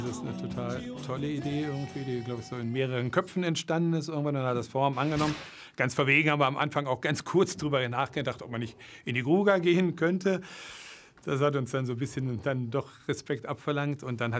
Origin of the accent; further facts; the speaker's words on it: Essen, North Rhine-Westphalia, Germany; born there; Ich bin im September dann in Essen geboren worden.